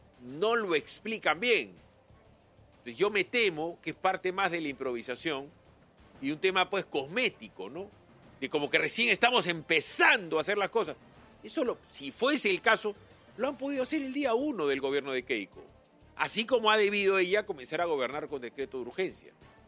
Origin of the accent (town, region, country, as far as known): Peru